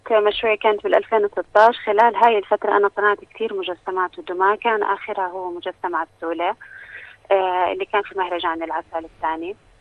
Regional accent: Jordan; إحنا نعم. في الأردن بحاجة لهذا النوع من الترفيه.

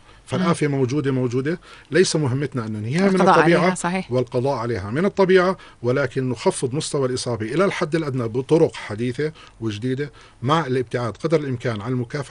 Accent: Jordan

